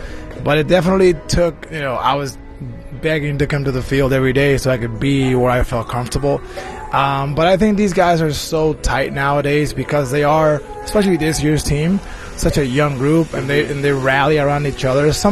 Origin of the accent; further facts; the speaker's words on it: Milwaukee, Wisconsin, United States; this is my hometown. Like, the Brewers, Milwaukee is my team.